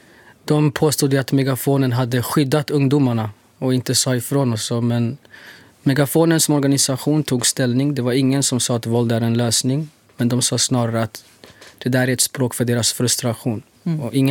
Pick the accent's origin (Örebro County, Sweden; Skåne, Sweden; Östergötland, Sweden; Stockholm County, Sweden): Stockholm County, Sweden; Stockholm; för oss som är födda och uppvuxna i Sverige, Stockholm, Husby.